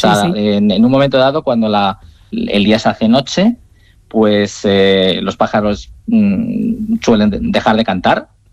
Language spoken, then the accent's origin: Spanish; Turmiel, Castilla-La Mancha, Spain